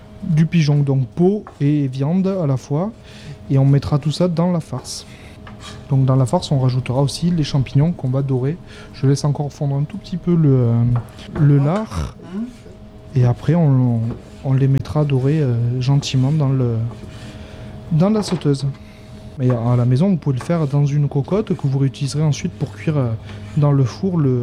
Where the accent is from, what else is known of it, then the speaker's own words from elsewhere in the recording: Occitanie, France; Ah, moi, je suis aveyronnais aussi.